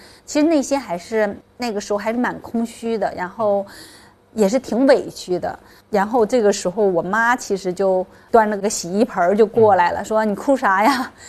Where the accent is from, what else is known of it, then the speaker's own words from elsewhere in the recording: Northeast China, China; 我也是东北的姑娘